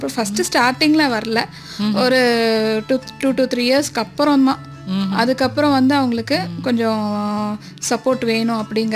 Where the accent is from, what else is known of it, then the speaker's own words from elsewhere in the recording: Coimbatore, Tamil Nadu, India; கொங்கு நாடு தான், கோயம்புத்தூர் தான். பக்கா கோயம்புத்தூர் பொண்ணு தான்.